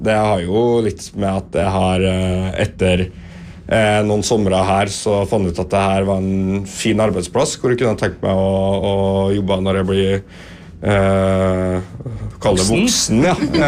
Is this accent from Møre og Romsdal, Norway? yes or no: yes; Sunndalsøra, Møre og Romsdal, Norway; moved away as an adult; now in Trondheim, Norway; jeg er jo fra Sunnmørsøra, så er det en veldig naturlig plass å komme tilbake på sommerstid